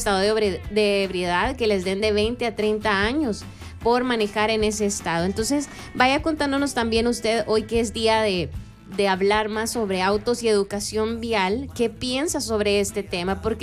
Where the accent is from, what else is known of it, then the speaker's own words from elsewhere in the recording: El Salvador; como salvadoreños, como ciudadanos en general, tenemos que tomar acción